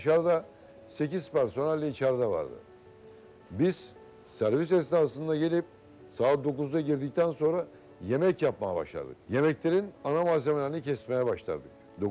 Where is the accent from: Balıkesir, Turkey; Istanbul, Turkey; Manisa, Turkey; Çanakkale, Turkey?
Balıkesir, Turkey; Ayvalık; Ayvalık doğumluyum. Mübadele torunuyum. Mübadele'de karşıdan gelen dedemlerin torunuyum. Buranın kültüründe büyüdüm. Adanın ve Ayvalık'ın eski sokaklarında çocukluğum geçti. O taş binaların içinde yetiştim.